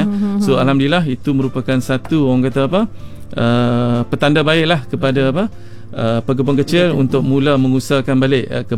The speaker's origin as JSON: {"language": "Malay", "region": "Kedah", "country": "Malaysia", "said": "Bukanlah sebab saya asal orang Kedah, kita buat program ni kat Kedah."}